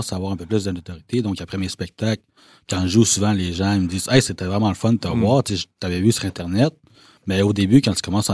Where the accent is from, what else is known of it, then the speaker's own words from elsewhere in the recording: Val-d'Or, Quebec, Canada; T'sais, moi, je viens de Val-d'Or. Fait que j'ai principalement grandi à Val-d'Or.